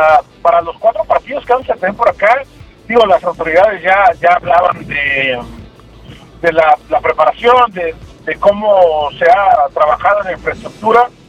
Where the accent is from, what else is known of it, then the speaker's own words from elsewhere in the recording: Mexico; los mexicanos, cuando vamos a otros lugares